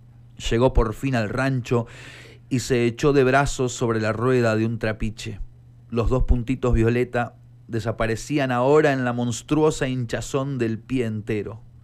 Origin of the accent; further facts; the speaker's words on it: Entre Ríos, Argentina; moved away; yo, que soy de Entre Ríos